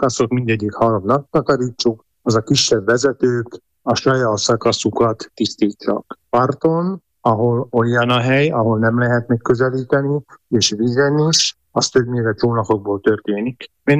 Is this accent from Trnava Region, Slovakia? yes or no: no; Szete, Nitra Region, Slovakia; Én is Ipolynál születtem, mert Szetéről származok, az is az Ipoly menti falucska.